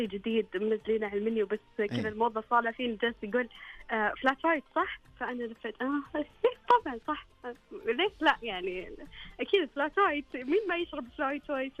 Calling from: Riyadh, Riyadh Province, Saudi Arabia; من العاصمة.

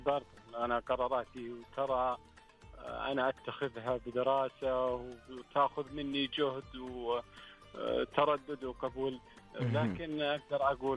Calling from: Abha, Asir, Saudi Arabia; حاليا من ابها

